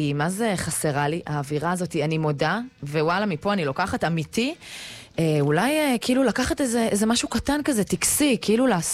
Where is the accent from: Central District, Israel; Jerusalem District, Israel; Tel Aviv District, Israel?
Jerusalem District, Israel; Jerusalem; ככה היה לי בילדות שלי בירושלים.